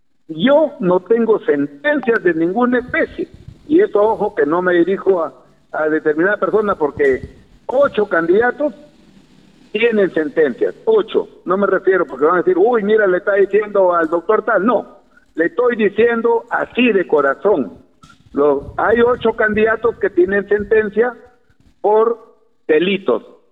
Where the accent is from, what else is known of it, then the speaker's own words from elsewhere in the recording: Olmos, Lambayeque, Peru; yo he venido a luchar por mi pueblo.